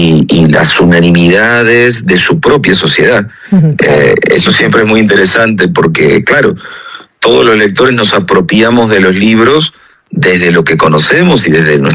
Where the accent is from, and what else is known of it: Argentina